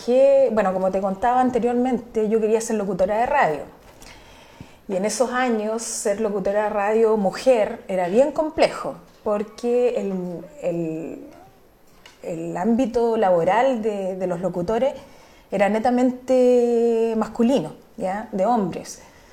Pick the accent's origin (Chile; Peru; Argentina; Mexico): Chile; Santiago, Santiago Metropolitan Region; tengo muy buenos recuerdos de mi infancia, de mi niñez allá en Santiago, lo pasé muy bien, disfruté a concho mi niñez